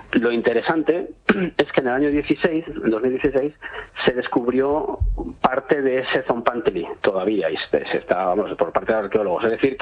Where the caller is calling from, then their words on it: Cuenca, Castilla-La Mancha, Spain; En mi pueblo, en Cuenca estoy.